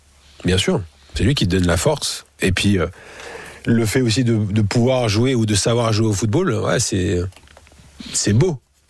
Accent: Reims, Grand Est, France; born there

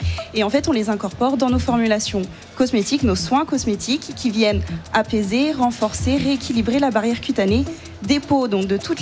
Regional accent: Île d'Oléron, Nouvelle-Aquitaine, France; comme on vient de l'île d'Oléron à côté de La Rochelle

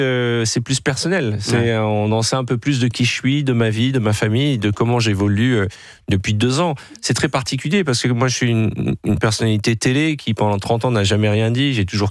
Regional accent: France; Je suis un Français. Les gens oublient que je suis Français. Je suis Français avant d'être juif

